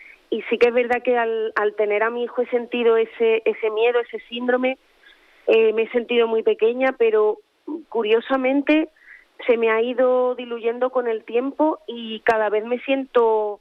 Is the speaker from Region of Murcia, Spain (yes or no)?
no; Andalusia, Spain; siendo andaluz y viviendo aquí en la provincia de Cádiz